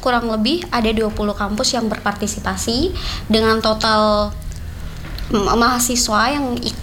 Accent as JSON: {"language": "Indonesian", "region": "East Nusa Tenggara", "country": "Indonesia", "said": "ciri-ciri kita sebagai orang NTT kan kebanyakan malu Kak."}